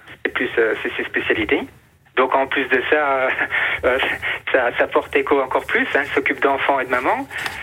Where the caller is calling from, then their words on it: Grand Est, France; je suis dans les Vosges.